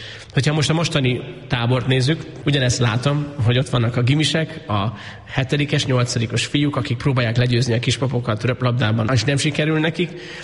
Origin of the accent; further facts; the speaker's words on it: Miskolc, Borsod-Abaúj-Zemplén, Hungary; miskolciként Avason éltünk a szüleimmel, ott az egyházközségen belül nekünk ez egy fontos élmény volt, hogy görög-katolikus egyházhoz tartozunk